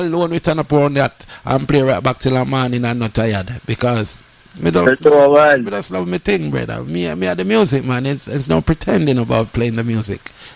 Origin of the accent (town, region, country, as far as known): Jamaica